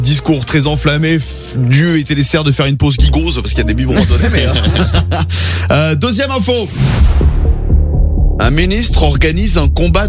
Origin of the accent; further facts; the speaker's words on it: England, United Kingdom; French is a second language; De toute façon, je suis anglaise.